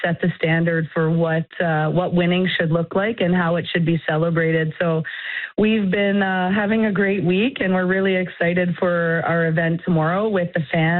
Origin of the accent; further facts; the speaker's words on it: Nova Scotia, Canada; now in Montreal, Canada; I you know, didn't grow up in Montreal. I grew up in Nova Scotia